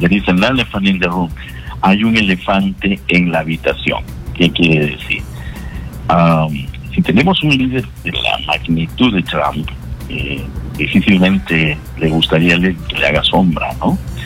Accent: Peru; como cualquier peruano pasado los 50 años, de lo que vivimos.

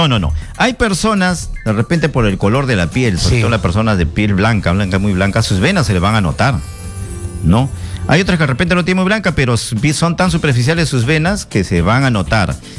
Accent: Canta, Lima, Peru; now in Lima, Peru; yo soy de Canta, la sierra

